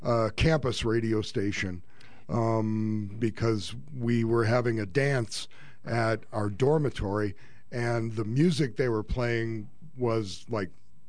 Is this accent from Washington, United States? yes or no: no; Detroit, Michigan, United States; Suburban Detroit.